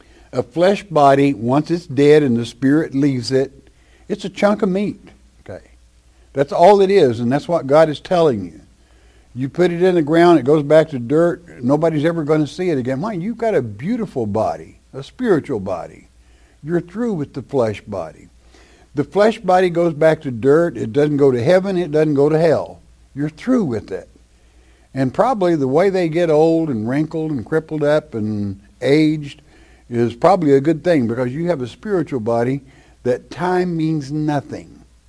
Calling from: Florida, United States; from Florida.

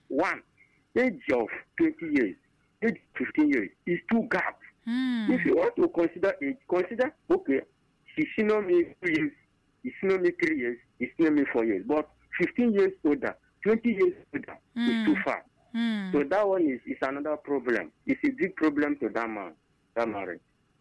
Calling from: Ebonyi, Nigeria; I'm calling from Ebonyi.

